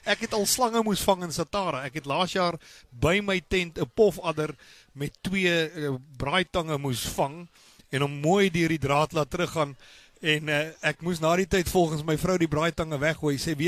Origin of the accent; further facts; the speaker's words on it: Tzaneen, Limpopo, South Africa; moved away; Ek het op Tzaneen groot geword, my pa was 'n predikant op Tzaneen